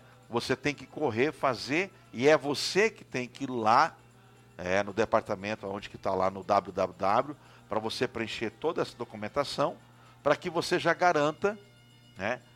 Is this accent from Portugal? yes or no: no; São Paulo, Brazil; moved away; no interior de São Paulo, onde nós moramos, onde eu fui criado